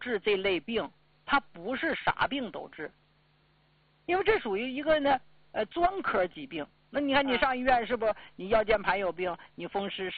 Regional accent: Northeast China, China; 我因为我是在农村长大的，我就记得下小清雪了

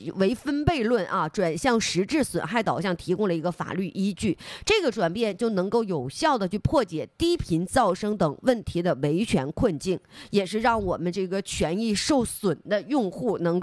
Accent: Northeast China, China; 就像咱们东北人老话说什么的，就是这种叫不咬人膈应人的这种声。

